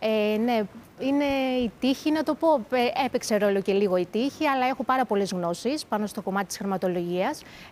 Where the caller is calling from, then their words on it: Koutsopodi, Peloponnese, Greece; Και είμαι από χωριό η καταγωγή μου